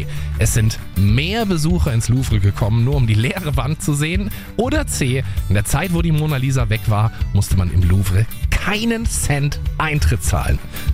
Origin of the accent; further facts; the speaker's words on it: Eutin, Schleswig-Holstein, Germany; born there; Ich bin in Eutin geboren. Habe in Travemünde gelebt 2 Jahre lang. Wunderschön da oben.